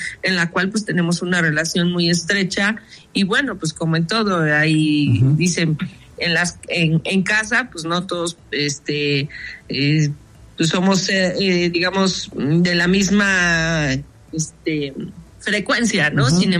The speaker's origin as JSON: {"language": "Spanish", "country": "Mexico", "said": "incluso como mexicanos"}